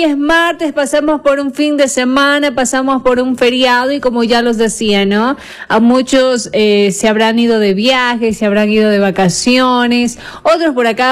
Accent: Ecuador; nosotros como ecuatorianos

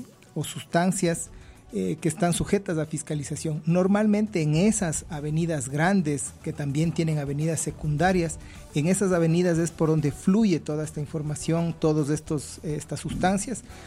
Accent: Ecuador

